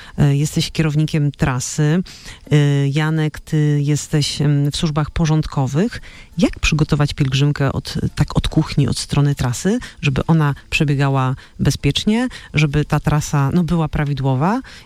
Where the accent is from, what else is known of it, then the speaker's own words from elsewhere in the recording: Częstochowa, Silesian Voivodeship, Poland; ja rozumiem, ja też jestem Częstochowianką, więc pozdrawiam wszystkich Częstochowian